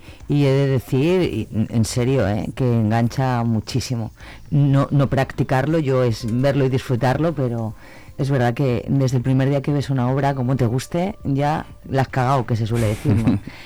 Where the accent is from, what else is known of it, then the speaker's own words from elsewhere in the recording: Zamora, Castile and León, Spain; los zamoranos somos co y zamoranas